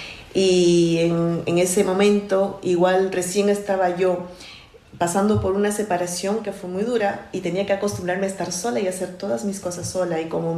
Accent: Peru; moved away

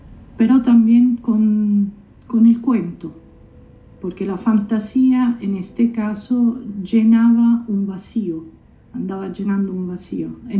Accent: Rome, Lazio, Italy; Spanish is a second language; soy de Roma, soy de Italia.

